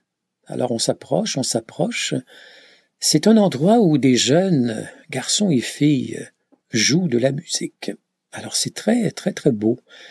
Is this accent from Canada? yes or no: yes; Canada; je leur dis que je viens du Canada.